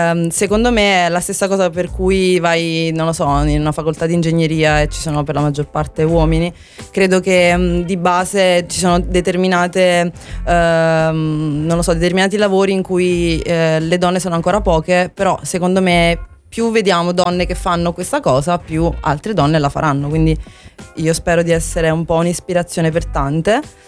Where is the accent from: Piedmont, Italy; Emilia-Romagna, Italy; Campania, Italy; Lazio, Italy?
Campania, Italy; Caivano; sono originaria di Caivano